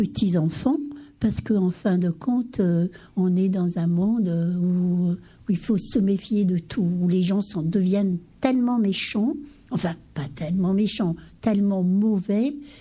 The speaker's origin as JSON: {"language": "French", "country": "Madagascar", "moved": "yes", "lives_now": "France", "said": "notre pays à Madagascar, mais nous aussi on est malgache, mais on vit en France"}